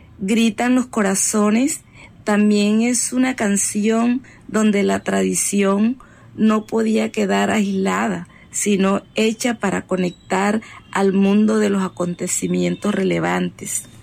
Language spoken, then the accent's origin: Spanish; San Martín de Loba, Bolívar, Colombia; born there; cantautora de los ritmos de tambora. Nací en San Martín de Loba, sur del departamento de Bolívar.